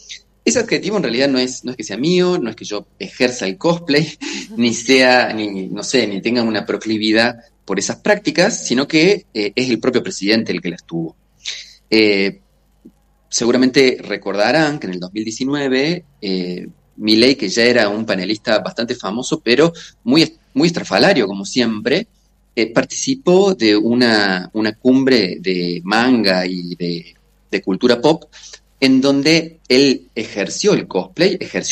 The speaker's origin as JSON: {"language": "Spanish", "region": "Córdoba", "country": "Argentina", "said": "sí soy de Córdoba, eso seguro."}